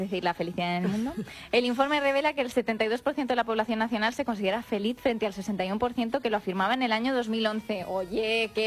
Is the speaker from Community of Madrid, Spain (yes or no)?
yes; Madrid, Community of Madrid, Spain; Yo es que soy muy madrileña, me falta el acento.